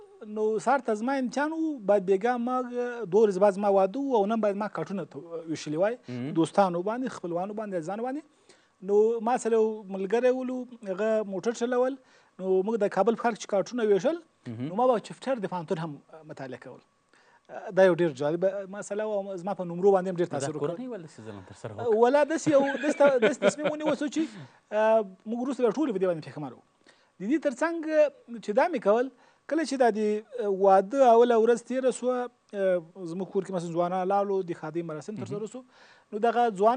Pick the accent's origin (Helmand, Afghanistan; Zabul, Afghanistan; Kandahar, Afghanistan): Kandahar, Afghanistan; also born or lived in Ghazni / Kabul; نو موږ بیا له کندهار نه یو دوه درې کاله مود الته درس زده کړې وکړې.